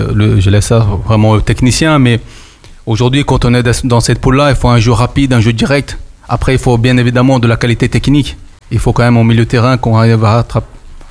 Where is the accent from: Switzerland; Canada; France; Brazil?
Brazil; moved away; moi je suis brésilien et je suis rentré dans une identité lançoise.